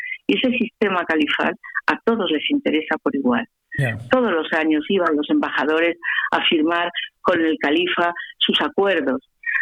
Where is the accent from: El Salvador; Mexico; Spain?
Spain; Granada, Andalusia; now in Gormaz area, Spain; yo soy granadina.